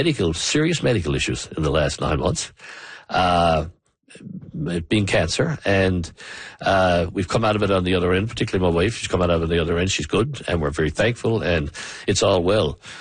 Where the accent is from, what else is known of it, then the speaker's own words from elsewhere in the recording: Newfoundland and Labrador, Canada; Because this is really important to me as a Newfoundlander and a Labradorian.